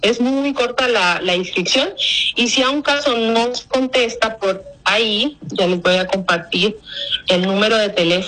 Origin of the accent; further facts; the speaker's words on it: Tegucigalpa, Francisco Morazán, Honduras; yo soy de Tegucigalpa.